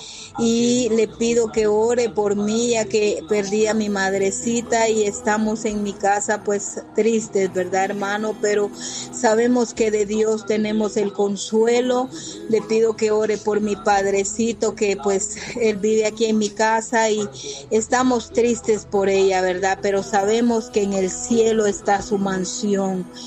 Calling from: San Miguel Petapa, Guatemala Department, Guatemala; soy de San Miguel Petapa

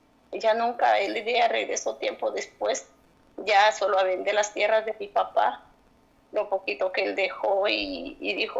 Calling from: Boca del Monte, Guatemala Department, Guatemala; Yo vivo en Boca del Monte, hermano.

